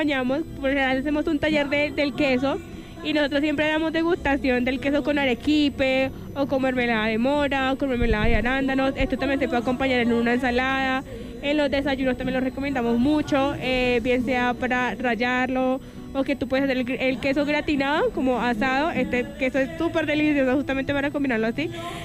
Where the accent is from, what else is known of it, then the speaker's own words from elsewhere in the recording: Boyacá, Colombia; Bueno, venimos del municipio de Santa Quirá. exactamente en la vereda Angosturas, donde tenemos una finca ecoturística